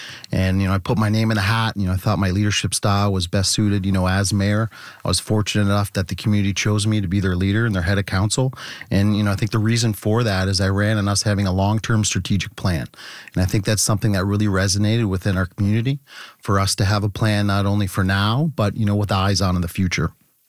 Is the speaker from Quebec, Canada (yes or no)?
no; Kingsville, Ontario, Canada; you know, we grew up in Kingsville and, you know, Kingsville Public and KDHS grads.